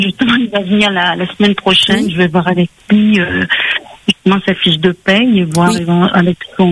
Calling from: Lyon, Auvergne-Rhône-Alpes, France; j'habite à Lyon.

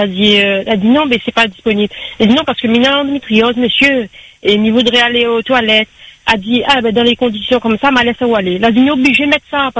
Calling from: Bras-Panon, Réunion; j'habite à Brapanon.

